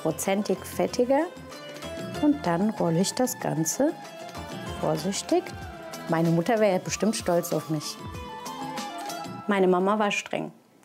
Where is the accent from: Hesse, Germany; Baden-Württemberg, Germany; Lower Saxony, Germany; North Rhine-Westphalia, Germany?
Hesse, Germany; Rüsselsheim; ich komme aus Rüsselsheim.